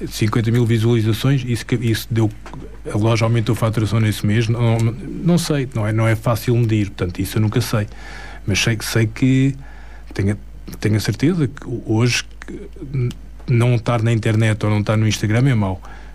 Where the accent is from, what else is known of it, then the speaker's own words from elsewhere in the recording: Mafra, Lisbon, Portugal; Eu sou de Mafra, nascido e criado.